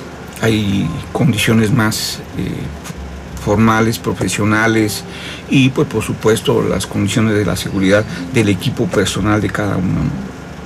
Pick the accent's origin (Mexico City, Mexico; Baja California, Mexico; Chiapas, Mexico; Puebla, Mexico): Chiapas, Mexico; San Cristóbal de las Casas; born there; No, yo nací aquí en San Cristóbal.